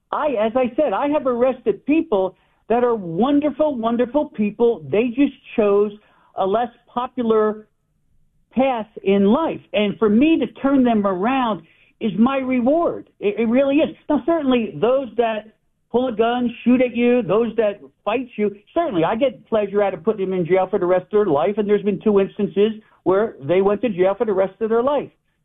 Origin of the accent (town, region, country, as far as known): New Jersey, United States; born or raised there